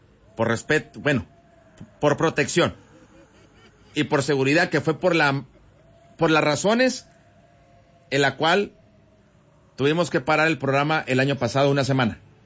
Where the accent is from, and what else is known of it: Mexico